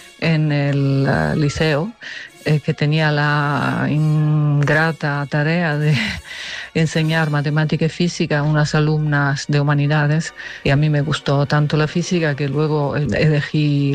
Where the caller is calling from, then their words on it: Zaragoza, Aragon, Spain; de Zaragoza